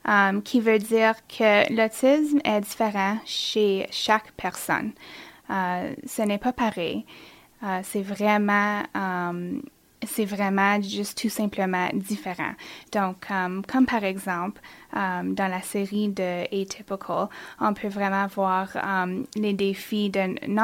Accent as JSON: {"language": "French", "town": "Chapleau", "region": "Ontario", "country": "Canada", "tie": "born or raised there", "also_born_or_lived": "Timmins", "lives_now": "Thunder Bay, Canada", "said": "Je suis née à Timmins, Ontario, mais mes parents habitaient à Chapleau. Une petite communauté bilingue, et j'ai grandi là pour 18 ans."}